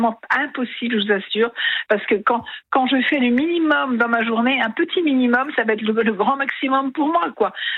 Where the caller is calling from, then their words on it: Brittany, France; Je suis en Bretagne